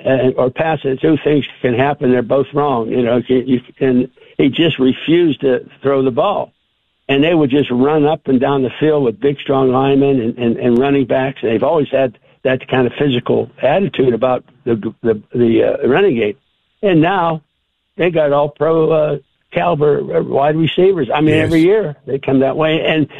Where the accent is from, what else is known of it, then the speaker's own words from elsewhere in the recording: Pennsylvania, United States; I grew up in Western Pennsylvania